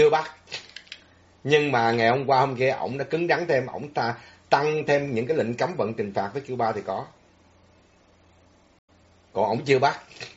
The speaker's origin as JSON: {"language": "Vietnamese", "region": "Southern Vietnam", "country": "Vietnam", "tie": "born or raised there", "said": "Tôi là người gốc Bắc, nhưng mà tôi sinh trưởng lớn lên ở miền Nam thì tôi dùng chữ miền Nam thôi."}